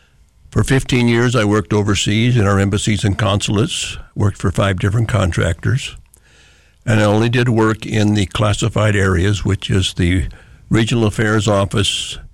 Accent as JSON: {"language": "English", "town": "Lynden", "region": "Washington", "country": "United States", "tie": "born or raised there", "said": "Well, I'm a true Whatcom Countyite. I was born up in Linden on a dairy farm. Spent the first 21 years on the farm."}